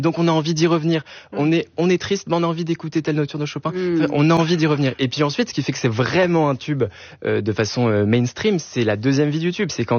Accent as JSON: {"language": "French", "town": "Lille", "region": "Hauts-de-France", "country": "France", "said": "moi, je viens de Lille, l'Opéra de Lille, je pouvais y aller pour 5 euros."}